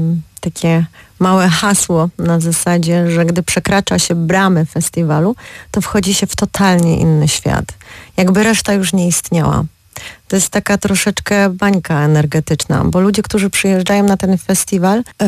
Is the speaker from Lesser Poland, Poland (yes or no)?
no; Silesian Voivodeship, Poland; moved away as an adult; now in Opole, Poland; pochodzę co prawda ze Śląska, ale sprowadziłam się tutaj 17 lat temu